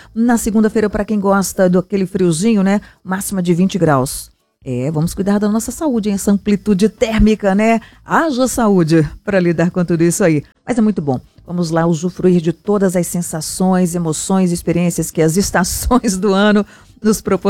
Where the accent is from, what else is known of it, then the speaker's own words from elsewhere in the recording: Brazil; Eu nasci e criada em Santa Efigênia